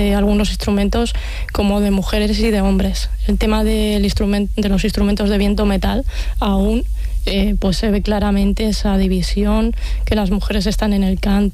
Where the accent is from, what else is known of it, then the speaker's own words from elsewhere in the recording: Puertollano, Castilla-La Mancha, Spain; yo soy manchega, soy de Puerto Llano, de Ciudad Real.